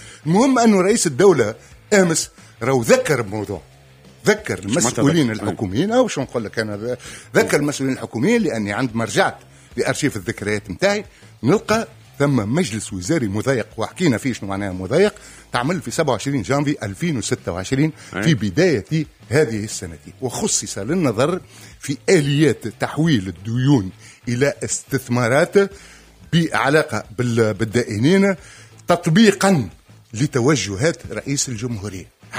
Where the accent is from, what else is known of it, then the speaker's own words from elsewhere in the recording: Tunisia; أنا كتونسي من مصلحتي باش نعرف غدوة الحي